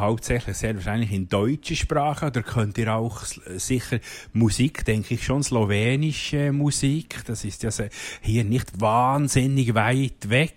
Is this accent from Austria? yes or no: no; Switzerland; Da müsste ich als Schweizer schon fast den Antrag stellen, bei unserer Gemeinde euch einzubürgern, oder?